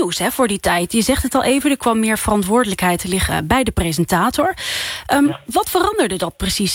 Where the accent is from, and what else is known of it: Netherlands